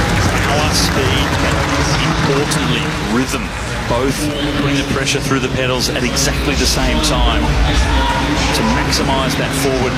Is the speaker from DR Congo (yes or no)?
no; Australia; accent: Australian; Some of you may recognise our accents as Australian.